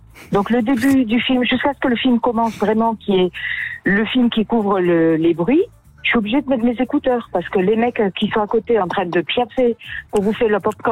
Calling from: Chalon-sur-Saône, Bourgogne-Franche-Comté, France; J'habite en Bourgogne, à Chalon.

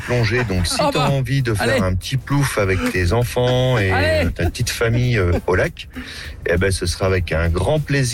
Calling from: Annecy, Auvergne-Rhône-Alpes, France; moi aussi je suis sur Annecy

